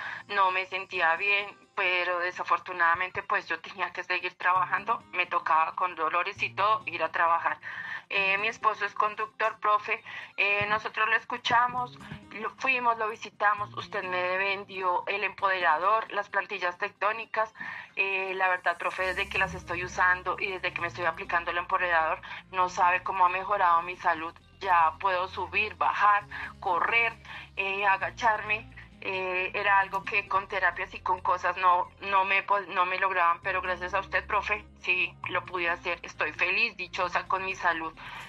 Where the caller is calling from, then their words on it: Sogamoso, Boyacá, Colombia; lo llamo desde Sogamoso, Boyacá